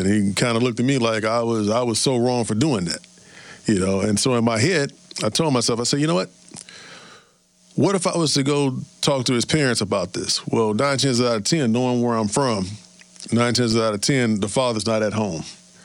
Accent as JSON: {"language": "English", "town": "St. Louis", "region": "Missouri", "country": "United States", "tie": "born or raised there", "said": "I grew up in Walnut Park, born and raised"}